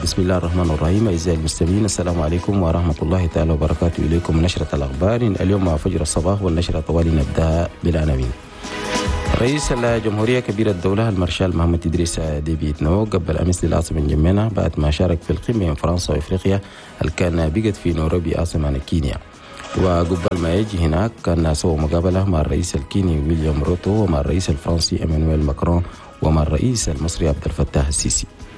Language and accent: Arabic; Chad; بلدنا تشاد